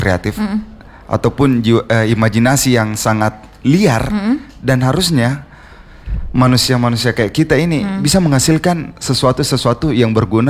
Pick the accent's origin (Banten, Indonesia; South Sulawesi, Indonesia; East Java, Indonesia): South Sulawesi, Indonesia; Makassar; born there; Dan untuk Kota Makassar, saya bangga lahir di Kota Dayeng ini.